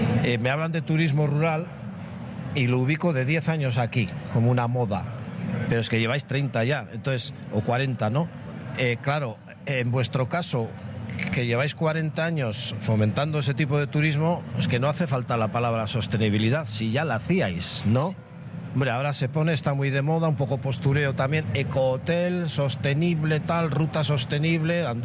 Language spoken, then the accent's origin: Spanish; San Sebastián, Basque Country, Spain; Yo que vengo de San Sebastián